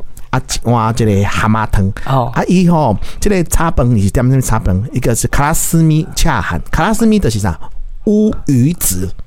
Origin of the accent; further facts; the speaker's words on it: Taiwan; 可能是我们台湾人不喜欢这个口味啦